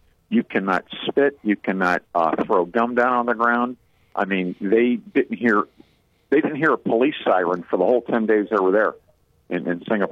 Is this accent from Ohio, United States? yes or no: yes; Wadsworth, Ohio, United States; now in Martin County, Florida, United States; I grew up in Wadsworth, just west of Akron.